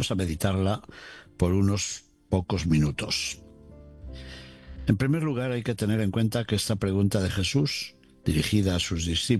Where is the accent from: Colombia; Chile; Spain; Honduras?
Spain; moved away; Oré también por mi tierra, por España